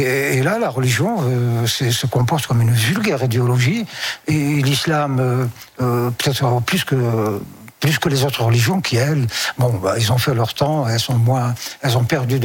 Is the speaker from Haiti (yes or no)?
no; France; Non, je suis français, point.